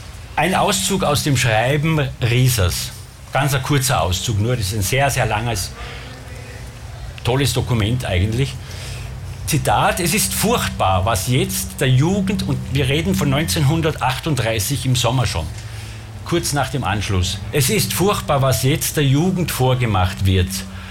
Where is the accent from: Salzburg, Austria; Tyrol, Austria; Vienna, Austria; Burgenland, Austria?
Salzburg, Austria; Bramberg